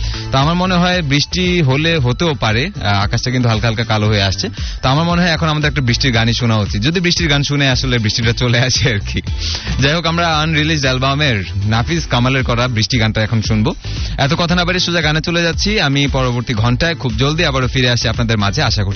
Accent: Bangladesh; দিন শেষে আমরা বাংলাদেশি, আমাদের জাতীয়তা একটা আছে, সে আমাদের ন্যাশনালিটি হচ্ছে বাংলাদেশি।

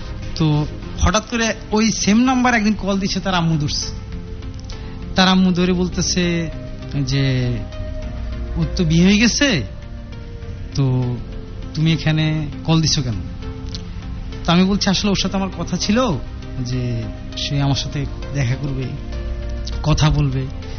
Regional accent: Comilla, Chittagong Division, Bangladesh; now in Dhaka, Bangladesh; আমার দেশের বাড়ি হলো কুমিল্লা, আমি থাকি ঢাকা তেজগাঁও

